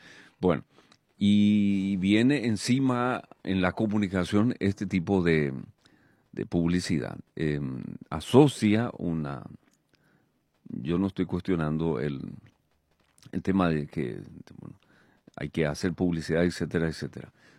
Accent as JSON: {"language": "Spanish", "country": "Paraguay", "said": "¿Quiénes somos los paraguayos?"}